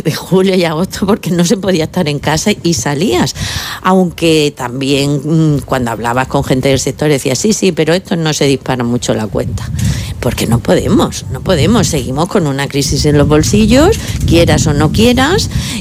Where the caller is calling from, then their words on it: Cieza, Region of Murcia, Spain; soy de Cieza, que también saludo, aprovecho para saludar a mis paisanos.